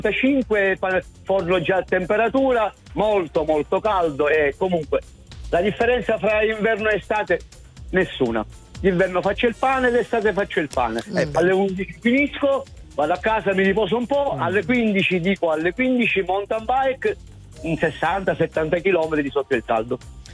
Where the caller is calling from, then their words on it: Syracuse, Sicily, Italy; chiamo da Siracusa a Panificio Etichia.